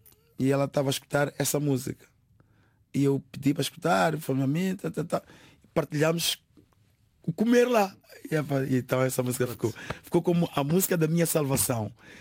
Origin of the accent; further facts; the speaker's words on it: Mozambique; now in Portugal; que sou de Moçambique